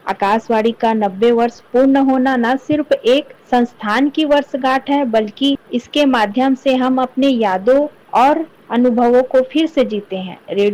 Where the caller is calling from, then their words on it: Raigarh, Chhattisgarh, India; मैं रायगढ़ छत्तीसगढ़ की निवासी हूँ।